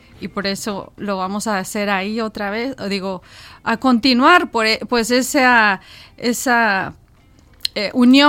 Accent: Mexico; now in Louisville, Kentucky, United States; Muy personal porque soy mexicana.

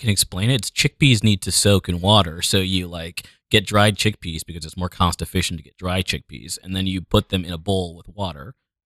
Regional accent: California, United States; born there; I was born in California.

